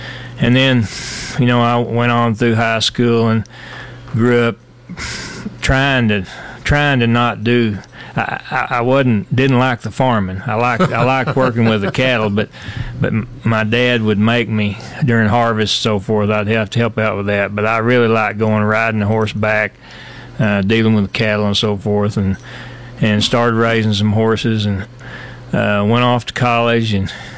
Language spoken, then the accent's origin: English; Spearman, Texas, United States; Well, I grew up in Spearman, Texas, right up in the top of the panhandle near where you grew up, actually.